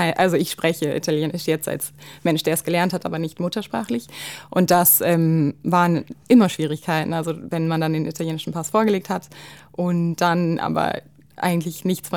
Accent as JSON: {"language": "German", "country": "Germany", "said": "ich sag oft, wenn ich hier bin, ich komme aus Deutschland und das war's."}